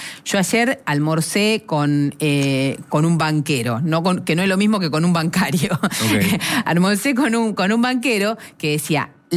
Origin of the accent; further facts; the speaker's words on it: Nueve de Julio, Buenos Aires Province, Argentina; moved away; Si vas a mi pueblo a 9 de julio